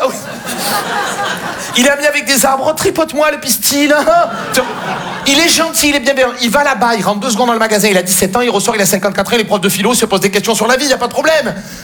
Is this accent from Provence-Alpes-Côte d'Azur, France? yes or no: yes; Marseille, Provence-Alpes-Côte d'Azur, France; Et évidemment, il n'est pas attaché, parce que chez nous, à Marseille, la ceinture, ça ne sert à rien.